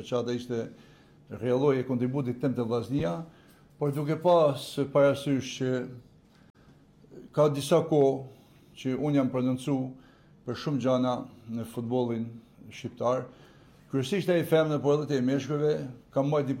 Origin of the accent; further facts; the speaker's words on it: Shkodër, Shkodër County, Albania; jam shkodran